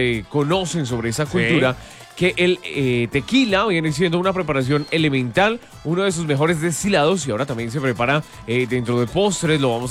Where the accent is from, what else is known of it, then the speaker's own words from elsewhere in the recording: Tunja, Boyacá, Colombia; Soy de Tunja, sí.